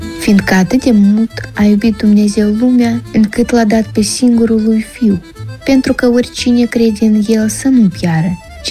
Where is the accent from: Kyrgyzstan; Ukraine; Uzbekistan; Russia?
Russia; Я из России по национальности молдаванка.